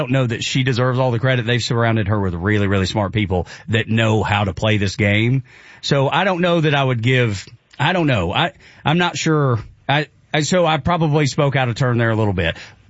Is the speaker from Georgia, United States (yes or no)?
yes; Dalton, Georgia, United States; I love it up there. Cause I'm from Dalton.